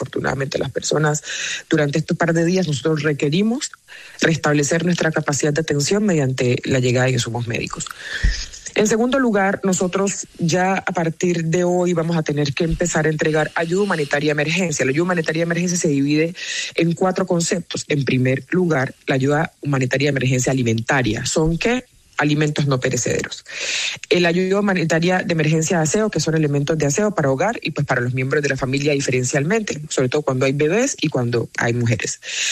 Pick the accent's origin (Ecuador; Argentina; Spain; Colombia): Colombia; permítame por favor un minutico como gobernadora del Chocó, pero primero como colombiana